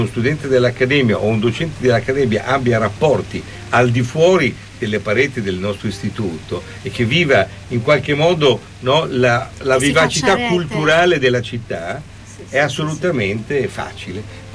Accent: Milan, Lombardy, Italy; moved away as an adult; now in Bologna, Italy; lo dico da fuorisede perché io ho studiato a Bologna ma vengo da Milano

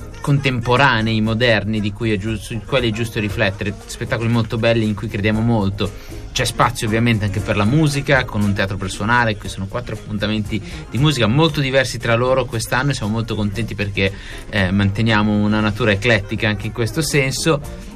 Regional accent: Milan, Lombardy, Italy; io lo dico da milanese

